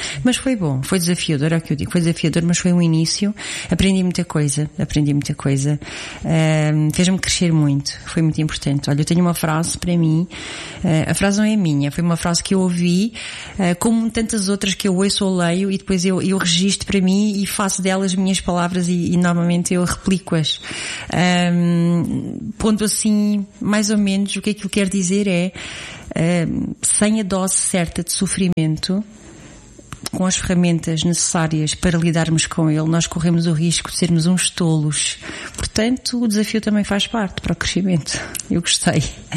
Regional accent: Abrantes, Santarém, Portugal; como tu já disseste, tenho 50 anos, nascida e criada aqui em Abrantes e estou aqui para conversar um bocadinho contigo.

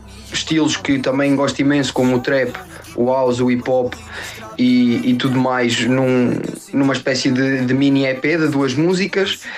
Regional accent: Aveiro, Portugal; eu tenho 24 anos, eu sou de Aveiro, sou um artista e produtor musical.

